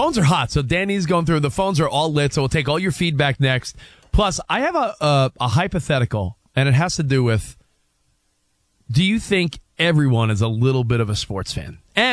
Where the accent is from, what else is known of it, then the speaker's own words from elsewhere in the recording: New York, United States; And I'm a New Yorker. I could say that.